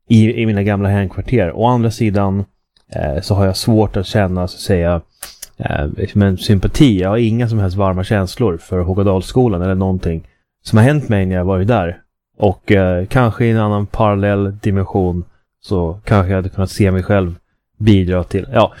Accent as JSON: {"language": "Swedish", "town": "Uppsala", "region": "Uppsala County", "country": "Sweden", "tie": "born or raised there", "moved": "yes", "said": "Senast jag var på besök hemma i Uppsala"}